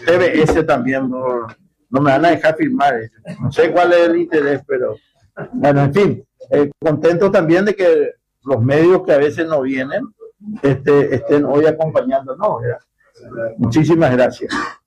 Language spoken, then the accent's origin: Spanish; Encarnación, Itapúa, Paraguay